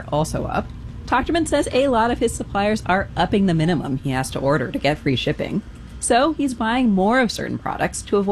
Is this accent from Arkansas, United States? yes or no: yes; Arkansas, United States; from Arkansas